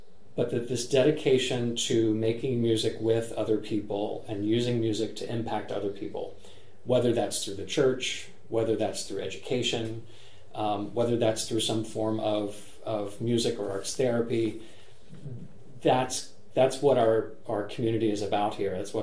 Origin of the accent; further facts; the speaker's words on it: North Carolina, United States; I came up from North Carolina for two of the summer programs that were here.